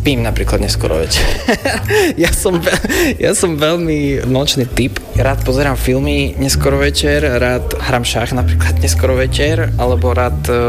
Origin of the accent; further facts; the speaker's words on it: eastern Slovakia, Slovakia; ja som z východného Slovenska a tam keď rybníky zamrzali alebo jazierka nejaké, tak my sme chodili korčuľovať a hrať hokej. Čiže nejako akože som sa udržať vedel, ja som taktiež aj tým, že som sa narodil teda pod Tatrami, tak chodil lyžovať